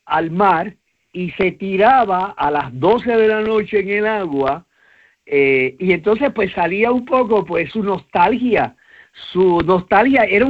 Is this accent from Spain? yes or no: no; Puerto Rico; para nosotros era símbolo de lo que nosotros somos como puertorriqueños en el contexto norteamericano